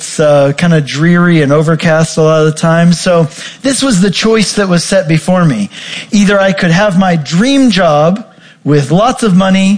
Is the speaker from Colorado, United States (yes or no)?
yes; Colorado, United States; I grew up in Colorado. I love the mountains.